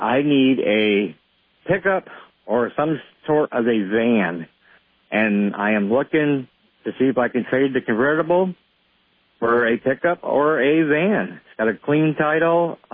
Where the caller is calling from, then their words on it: Morrisville, Vermont, United States; from Morrisville.